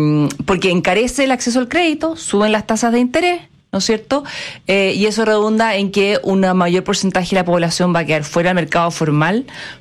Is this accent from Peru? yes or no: no; Chile; somos todos los chilenos